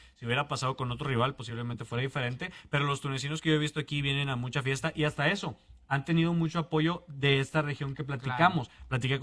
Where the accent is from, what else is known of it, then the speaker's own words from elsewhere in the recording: Mexico; somos el mexicano y la ley del mínimo esfuerzo